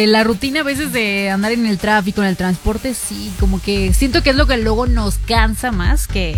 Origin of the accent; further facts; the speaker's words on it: Tamaulipas, Mexico; now in Mexico City, Mexico; Yo la última vez que fui a Tamaulipas, que soy de Tamaulipas, pero ya tenía tiempo que no iba.